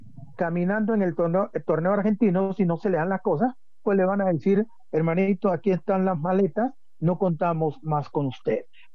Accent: Colombia

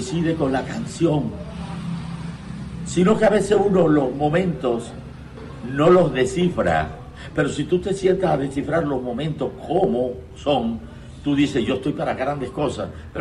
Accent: Zambrano, Bolívar, Colombia; un muchacho nuevo de Zambrano.

